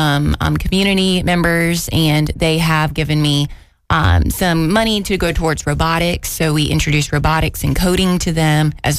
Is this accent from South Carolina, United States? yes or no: yes; Sumter, South Carolina, United States; I am born and raised from Sumter, South Carolina.